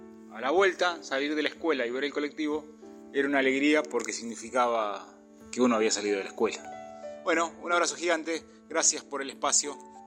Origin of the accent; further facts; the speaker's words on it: Carlos María Naón, Buenos Aires Province, Argentina; Así que lo único que comunicaba al pueblo del cual venía el colectivo y a mi pueblo, a Carlos María Nahón y a Deney, con 9 de julio era ese colectivo.